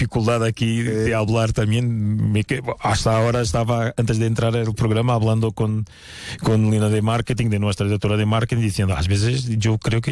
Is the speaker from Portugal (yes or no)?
yes; Portugal; Spanish is a second language; Yo soy portugués, de Portugal, de este planeta.